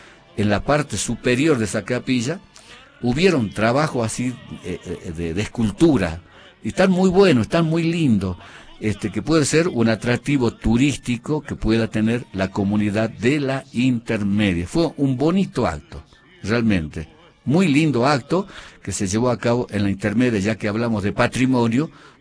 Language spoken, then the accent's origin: Spanish; Jujuy, Argentina; Y orgullosamente, los puneños tenemos el Monumento Natural de la Laguna de los Pozuelos